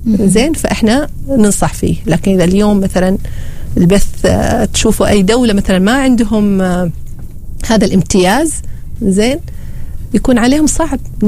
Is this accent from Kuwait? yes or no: no; Oman; احنا عندنا في عمان وفي دول الخليج